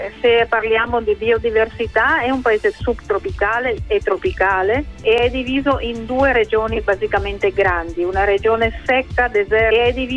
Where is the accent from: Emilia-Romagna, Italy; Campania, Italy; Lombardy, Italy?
Lombardy, Italy; Milan; moved away as an adult; now in Paraguay; noi siamo di Milano, per spiegare, Milano città, quindi cittadini